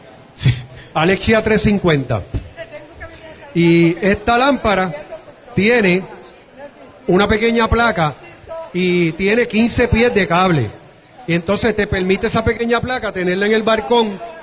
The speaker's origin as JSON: {"language": "Spanish", "country": "Puerto Rico", "said": "digo puertorriqueños y me sumo en esa lista porque soy boricua"}